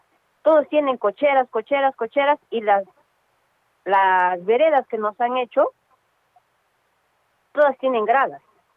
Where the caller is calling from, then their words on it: Hunter, Arequipa, Peru; los que somos de la Mariscal Nieto que va al colegio Mariano Melgar.